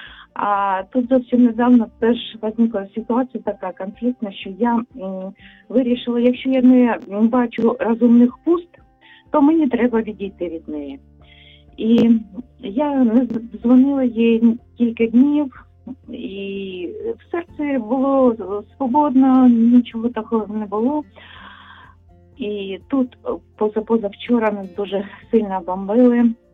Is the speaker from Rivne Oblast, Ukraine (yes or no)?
no; Kharkiv, Kharkiv Oblast, Ukraine; Доброго дня … я з Харкова.